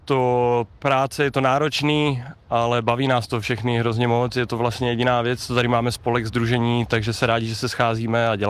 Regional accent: Ramzová, Olomouc Region, Czechia; Ano, jsem rodilý Horál, jsem původně z Ramzové, kde vlastně i provozu lanovou dráhu a další atrakce zimní

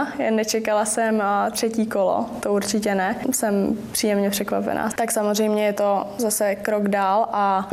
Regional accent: České Budějovice, South Bohemian Region, Czechia; born there; also born or lived in Tábor / Milevsko; Jsem vlastně žila v Milevsku ještě s rodičema a s rodinou. Jsme se stěhovali do Budějc.

